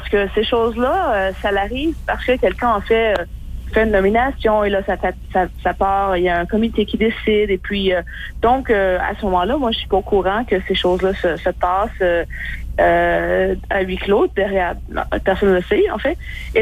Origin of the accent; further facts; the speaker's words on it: Quebec, Canada; j'ai quand même passé 20 ans de ma vie ici. Bien sûr, je viens du Québec.